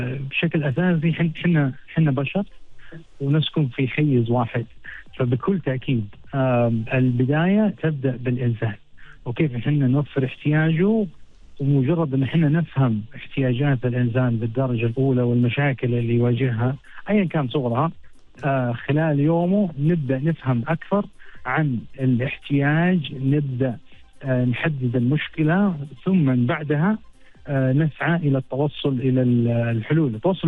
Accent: Mecca, Makkah Province, Saudi Arabia; مدينتي مكة المكرمة بلد المنشأ

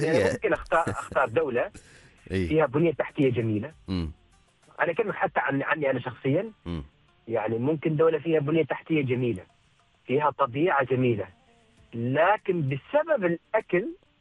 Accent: Sur, Ash Sharqiyah South, Oman; لكن أنا بحكم أني أنا أساسا من ولاية صور، فاخترت أن أصور هذا الفيلم وهذه السفرة في مدينتي يعني.

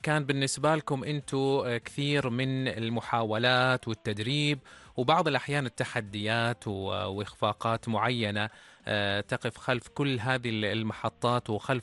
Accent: Oman; نحن كعمانيين

